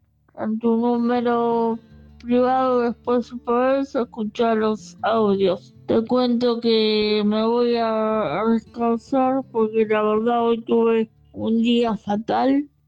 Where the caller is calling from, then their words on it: Munro, Buenos Aires Province, Argentina; de Mundro